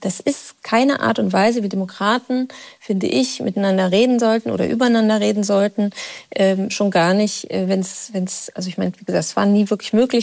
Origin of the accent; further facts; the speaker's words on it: Rhineland, Germany; Trotzdem will ich die Hoffnung nicht aufgeben, weil ich bin ja Rheinländerin.